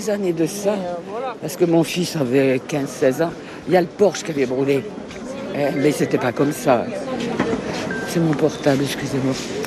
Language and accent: French; Isigny, Normandy, France; Je viens d'Isigny.